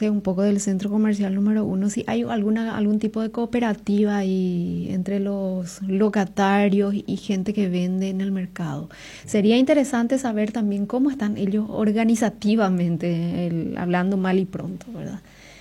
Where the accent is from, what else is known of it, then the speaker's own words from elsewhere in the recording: Paraguay; Nosotros somos, el paraguayo es de confianza.